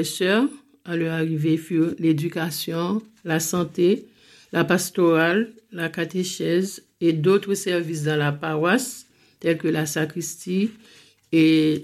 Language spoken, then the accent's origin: French; Cabaret, Ouest, Haiti; moved away as an adult; also born or lived in Port-au-Prince; now in France; Les 4 premières sœurs sont arrivées dans ma paroisse à Cabaret.